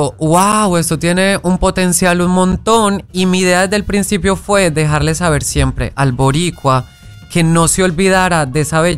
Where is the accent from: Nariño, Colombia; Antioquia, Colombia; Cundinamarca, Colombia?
Antioquia, Colombia; Medellín; Soy de Medellín.